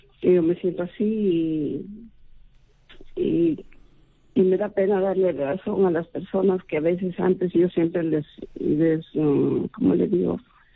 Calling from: Trujillo, La Libertad, Peru; de Trujillo, padre.

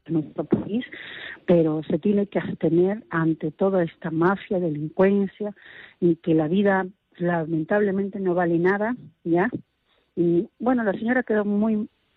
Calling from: Paiján, La Libertad, Peru; siempre le llamo de Paiján, pero ahora momentáneamente entre Racer y Chocopi por mis terapias

